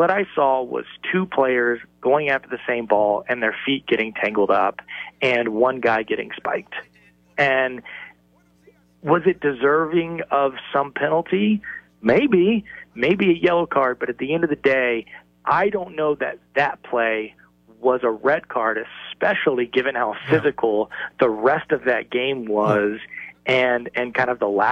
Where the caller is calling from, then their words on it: United States; as an American